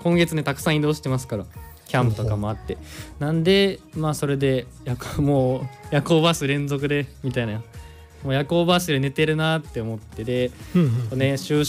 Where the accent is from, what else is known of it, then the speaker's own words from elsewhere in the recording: Hyogo, Japan; now in Ishikawa, Japan; 地元は兵庫ですね。